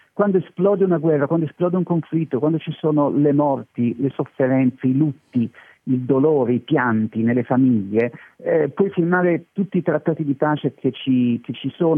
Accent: Trieste, Friuli-Venezia Giulia, Italy; come triestino

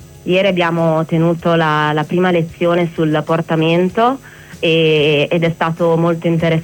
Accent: Imola, Emilia-Romagna, Italy; born or raised there

